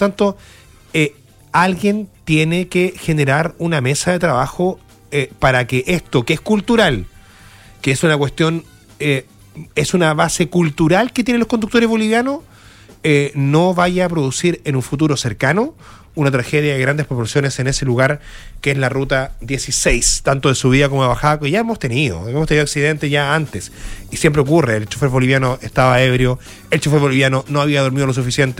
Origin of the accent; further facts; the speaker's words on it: Chile; nosotros como chilenos